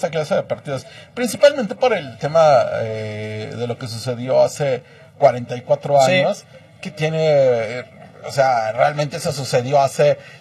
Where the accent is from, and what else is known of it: Mexico